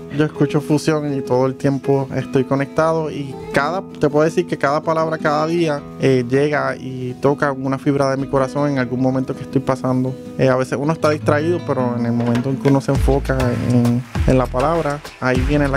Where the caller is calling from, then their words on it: Puerto Rico; soy de Puerto Rico